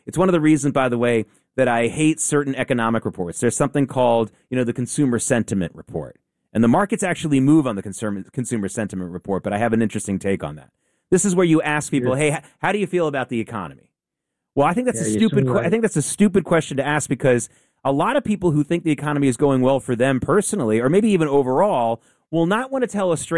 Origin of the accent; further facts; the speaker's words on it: the South, United States; when I was growing up in the South, every soda was called Coke.